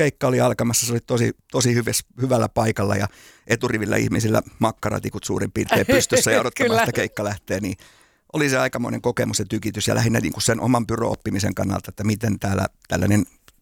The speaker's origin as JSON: {"language": "Finnish", "town": "Kauhava", "region": "South Ostrobothnia", "country": "Finland", "tie": "born or raised there", "said": "mä oon Pohjanmaalta Kauhavalta kotosi"}